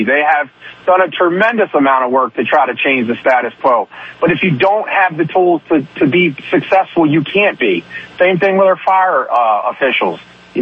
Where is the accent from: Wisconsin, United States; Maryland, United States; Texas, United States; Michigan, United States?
Maryland, United States; Baltimore; I mean, to me, you know, I grew up in Baltimore City, and I know the issues at hand, and, you know, it's vast.